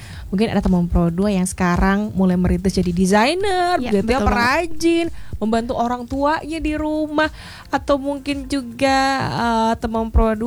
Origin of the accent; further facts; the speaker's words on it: Bali, Indonesia; Jujur, saya sebagai warga Bali juga kadang kita ngomongnya gele-gelean gitu ngelihat harga songket di Bali ya.